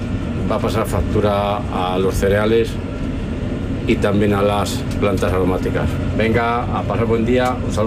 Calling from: Brihuega, Castilla-La Mancha, Spain; Desde Brihuega, la Alcarria

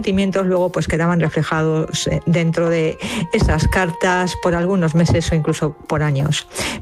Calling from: Madrid, Community of Madrid, Spain

